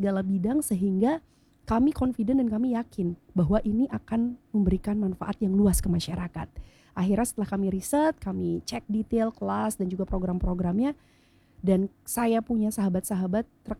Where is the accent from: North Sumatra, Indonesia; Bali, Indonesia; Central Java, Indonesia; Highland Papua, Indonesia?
Bali, Indonesia; born there; Tapi at the end, saya kembali lagi ke tempat kelahiran saya di Bali